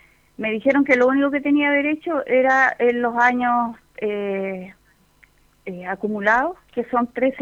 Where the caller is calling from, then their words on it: Quilpué, Valparaíso, Chile; y, bueno, voy a de Quilpué.